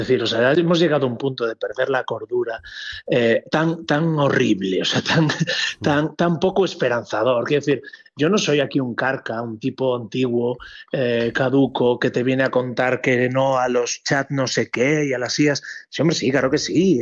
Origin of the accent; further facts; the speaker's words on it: Galicia, Spain; moved away; me siento en casa como buen gallego migrante